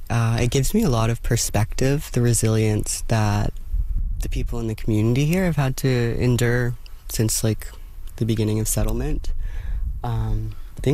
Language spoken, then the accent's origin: English; Calgary, Alberta, Canada; I'm from Calgary, and I went to school in art history in Montreal